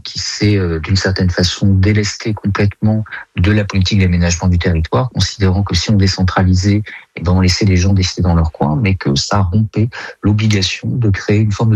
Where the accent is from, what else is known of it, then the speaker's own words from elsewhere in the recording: Auvergne-Rhône-Alpes, France; Moi, je vous dis, je suis auvergnat, ma grand-mère parlait occitan